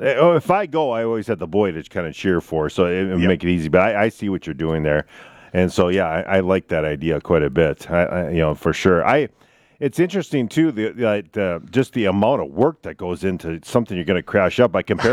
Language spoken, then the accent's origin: English; Minnesota, United States; And then, obviously, my hometown had the Clay County Fair.